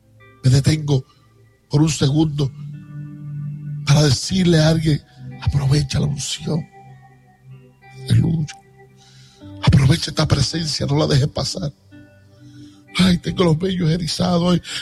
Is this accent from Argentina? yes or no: no; Puerto Rico; mi tierra puertorriqueña